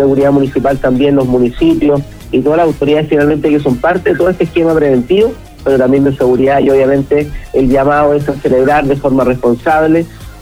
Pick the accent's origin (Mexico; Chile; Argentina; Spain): Chile; Machalí, O'Higgins; Yo soy de Machalí